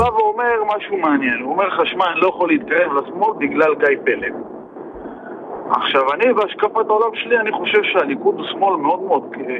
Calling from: Northern District, Israel; אני ממושב בינני בגליל המערבי ליד נהריה.

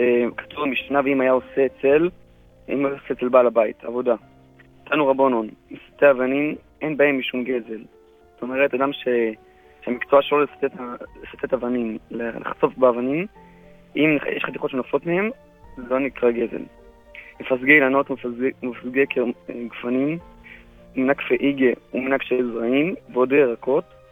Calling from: Beit Shemesh, Jerusalem District, Israel; אני בית שמש.

